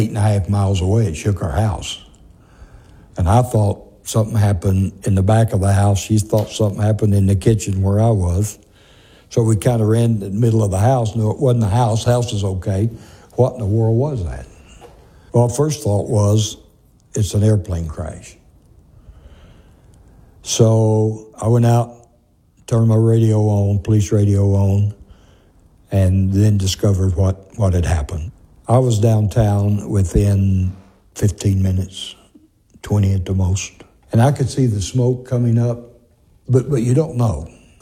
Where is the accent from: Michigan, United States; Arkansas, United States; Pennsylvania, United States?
Arkansas, United States; moved away; I'm from Arkansas.